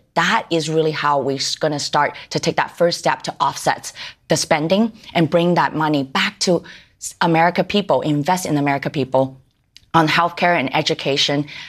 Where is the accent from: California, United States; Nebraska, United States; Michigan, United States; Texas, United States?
California, United States; San Francisco; I grew up in San Francisco, came to San Francisco's Chinatown when I was 13 years old with my single mom and a younger brother.